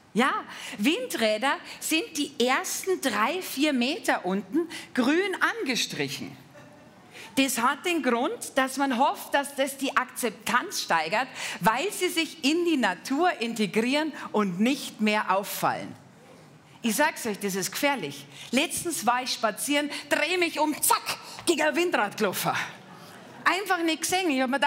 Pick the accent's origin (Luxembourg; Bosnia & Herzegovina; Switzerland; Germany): Germany; Bavaria; ich komme aus Bayern.